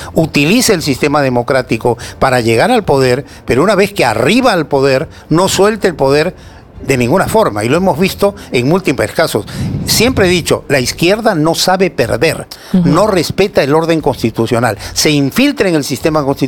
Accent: Peru; para hoy en adelante marchar como peruanos unidos, tratando de sumar esfuerzos y de construir el futuro con, digamos, mayor compromiso de todos los peruanos en nuestros objetivos comunes.

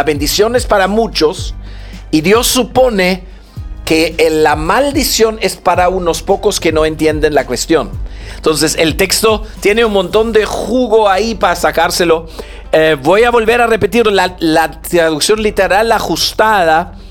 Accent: Germany; now in Peru; Yo no soy alemán.

